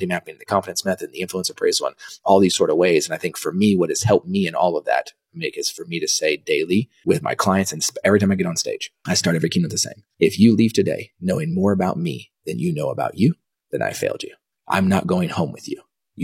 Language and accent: English; Dallas, Texas, United States; born or raised there; also born or lived in Kansas